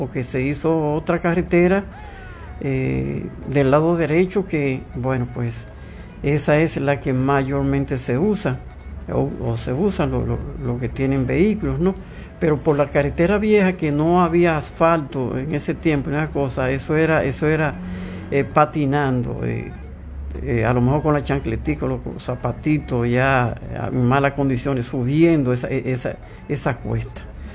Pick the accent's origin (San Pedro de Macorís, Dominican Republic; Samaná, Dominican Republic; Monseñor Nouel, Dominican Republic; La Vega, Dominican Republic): La Vega, Dominican Republic; nosotros somos veganos, somos de La Vega. Y nosotros vivimos desde pequeños lo que fue esa tradición de ir al Santo Cerro a escuchar la misa.